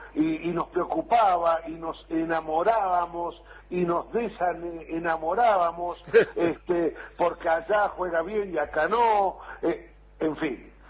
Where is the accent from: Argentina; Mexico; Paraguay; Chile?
Argentina